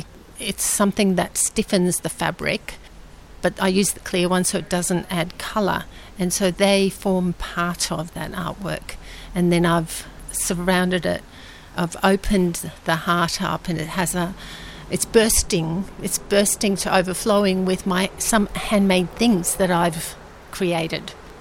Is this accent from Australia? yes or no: yes; Australia; They travelled from the former Yugoslavia to Australia in the 1950s. I was born in Australia, so I am essentially Australian.